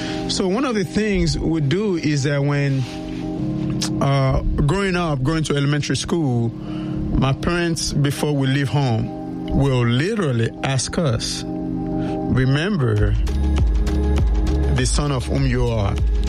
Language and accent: English; Nigeria; moved away; growing up in Nigeria, from a Yoruba group, I'm a Yoruba person.